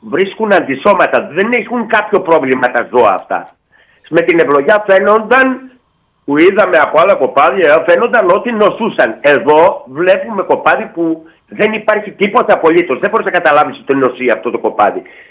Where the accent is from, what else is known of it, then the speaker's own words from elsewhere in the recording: Neos Skopos, Central Macedonia, Greece; Εγώ βλέπω εδώ στο χωριό μου, που ήταν ένα πολύ μεγάλο χωριό, γύρω στις 3.000.